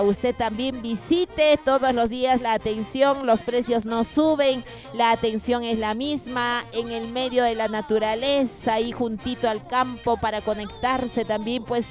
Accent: Huaraz, Ancash, Peru; que hayamos fortalecido también nuestra identidad, nuestra cultura como guaracinos, como peruanos también.

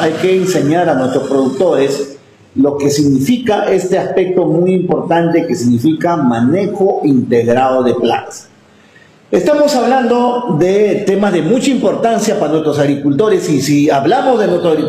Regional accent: Peru; Si somos capital cafetalera de Perú

